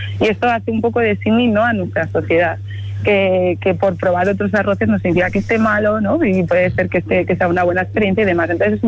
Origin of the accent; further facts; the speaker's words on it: Pamplona, Navarre, Spain; also born or lived in Colombia; Yo soy de Pamplona, mis orígenes son de Colombia, pero bueno, llevo aquí en Pamplona desde los 3 años.